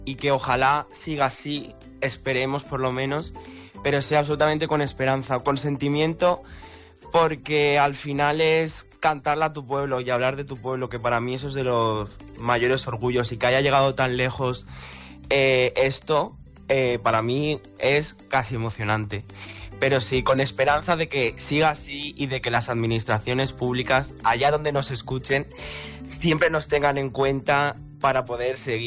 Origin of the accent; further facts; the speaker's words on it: Guadalaviar, Aragon, Spain; moved away; para un pueblo como es el mío, como es Guadalaviar